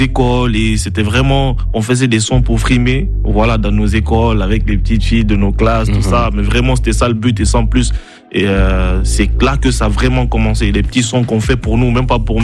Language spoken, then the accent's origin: French; Kamsar, Boké, Guinea; Je viens de Kamsar, justement, c'est pas Conakry, c'est à peu près 300 kilomètres de Conakry, c'est un peu reculé, donc une ville industrielle, et heureusement, sincèrement, on n'a pas vraiment grandi dans la précarité